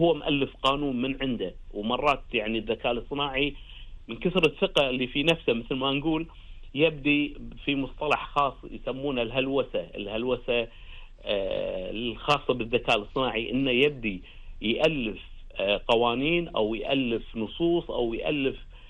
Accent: Kuwait; الاجهزه الامنيه عندنا بالكويت

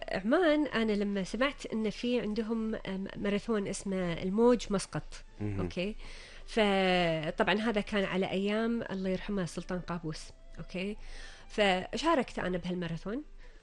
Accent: Kuwait

